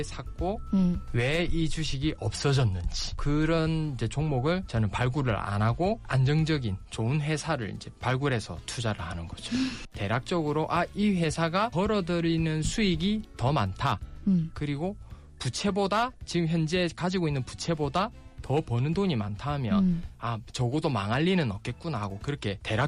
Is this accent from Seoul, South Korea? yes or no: no; Busan, South Korea; 저는 부산 출신의 노트북 크리에이터